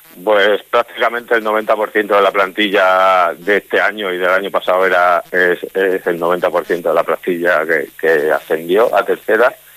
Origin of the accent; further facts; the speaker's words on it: Jaraíz de la Vera, Extremadura, Spain; Jaraíz, bueno, es el equipo de mi pueblo